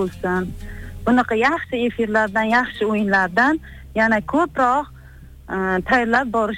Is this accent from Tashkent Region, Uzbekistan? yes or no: yes; Parkent, Tashkent Region, Uzbekistan; Men Parkentdan